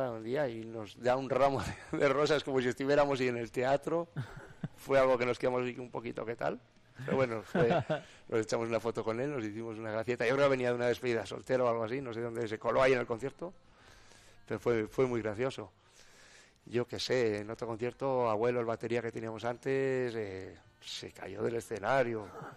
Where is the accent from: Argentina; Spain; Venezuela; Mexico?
Spain; Soria, Castile and León; En mi zona, pues, ¿qué os voy a decir? La zona de Pinares, ya no solo mi pueblo, la zona de Pinares es que es increíble.